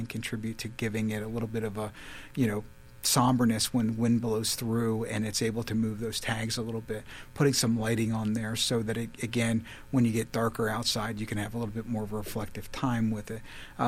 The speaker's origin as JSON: {"language": "English", "region": "Maryland", "country": "United States", "lives_now": "Wisconsin, United States", "said": "No, Scott. I'm originally from Maryland. I moved up and down the East Coast. I moved here specifically for this job."}